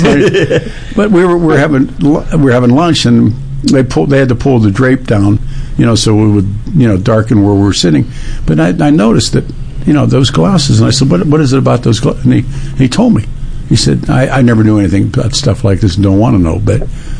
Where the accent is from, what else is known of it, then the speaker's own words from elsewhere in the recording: Pittsburgh, Pennsylvania, United States; moved away; growing up in Pittsburgh as a little kid